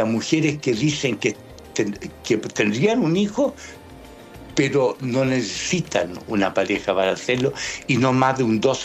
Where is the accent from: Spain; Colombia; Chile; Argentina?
Chile